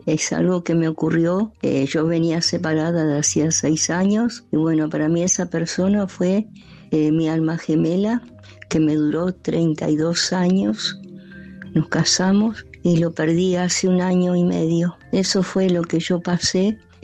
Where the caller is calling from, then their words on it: Pilar, Buenos Aires Province, Argentina; de Pilar.